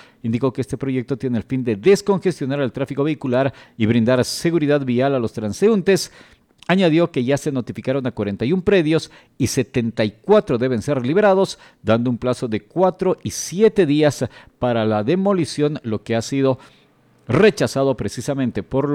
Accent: Cochabamba, Bolivia

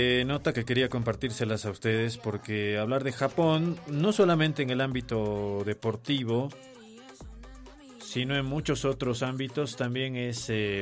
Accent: Bolivia

